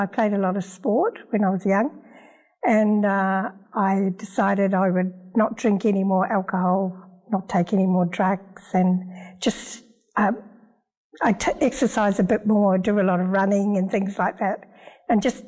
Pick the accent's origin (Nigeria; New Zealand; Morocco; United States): New Zealand; born there; moved away as an adult; also born or lived in Australia; I was born in New Zealand